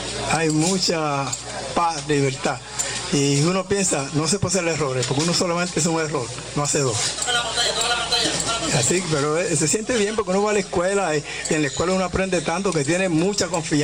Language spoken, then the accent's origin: Spanish; San Germán, Puerto Rico; born there; Yo nací en el Retiro, pero no el Retiro que está aquí al lado de Pueblo Nuevo.